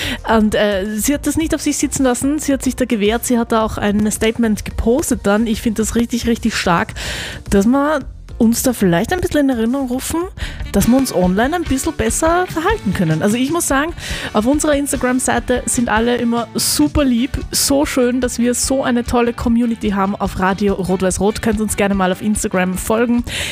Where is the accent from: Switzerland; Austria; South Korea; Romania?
Austria; Upper Austria; da tue ich mir als Oberösterreicherin auch schwer.